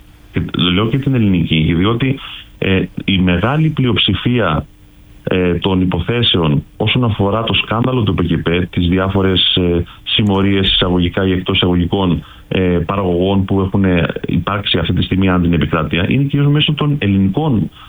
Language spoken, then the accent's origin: Greek; Crete, Greece; εγώ βάζω μέσα και την Κρήτη, τον τόπο μου